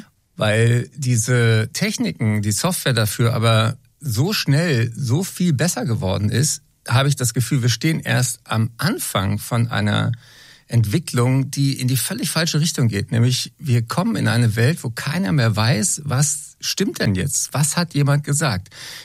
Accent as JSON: {"language": "German", "town": "Frankfurt", "region": "Hesse", "country": "Germany", "tie": "born there", "said": "Ich bin ja sogar in Frankfurt geboren."}